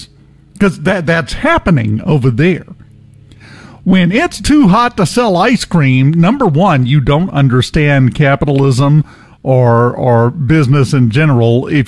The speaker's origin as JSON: {"language": "English", "region": "Mississippi", "country": "United States", "said": "I'm from Southwest Mississippi."}